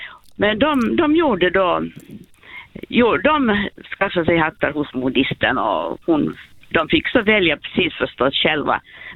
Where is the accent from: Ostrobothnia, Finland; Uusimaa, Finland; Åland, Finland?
Uusimaa, Finland; Helsinki; modister i Helsingfors där jag växte upp.